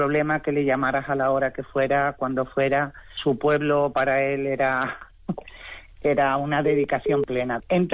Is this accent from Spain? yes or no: yes; Cabezuela del Valle, Extremadura, Spain